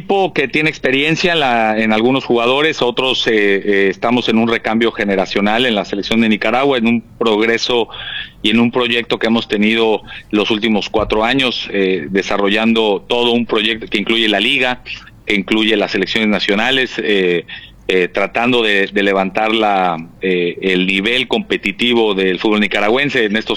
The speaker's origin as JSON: {"language": "Spanish", "country": "Mexico", "said": "Yo soy mexicano y trabajé en mi selección para 2 Copas del Mundo."}